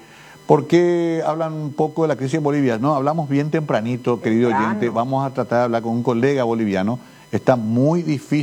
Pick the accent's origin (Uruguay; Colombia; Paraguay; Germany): Paraguay; Carapeguá, Paraguarí; Yo soy de Carapeguá.